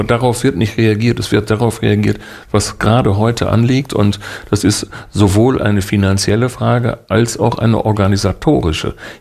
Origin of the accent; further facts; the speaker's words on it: Duisburg, North Rhine-Westphalia, Germany; In Duisburg, wo ich herkomme, haben wir eine Brücke, da ist die Sanierung auf 20 Jahre angelegt.